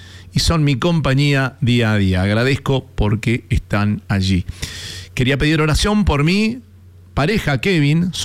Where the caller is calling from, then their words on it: Comodoro Rivadavia, Chubut, Argentina; Buenas tardes … de Chubut, Comodoro Rivadavia.